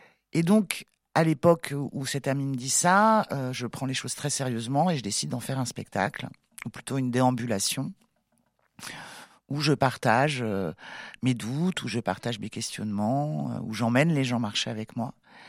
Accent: Nantes, Pays de la Loire, France; moved away as an adult; also born or lived in Saint-Herblain / Brière; now in Ardèche, France; J'ai grandi à Nantes, Saint-Herblain, puis je suis partie en Brière, près de Saint-Nazaire, et j'y suis restée jusqu'à mes 18 ans. Ensuite j'ai bourlingué, bref, à 33 ans, j'ai emménagé en Ardèche

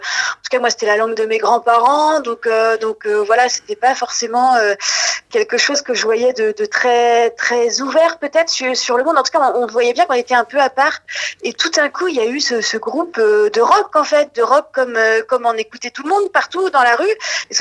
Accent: Nantes, Pays de la Loire, France; first language Breton; moi, je suis nantaise d'origine. Et en plus, j'ai été élevée en breton et j'ai été à l'école d'Ivan de Nantes.

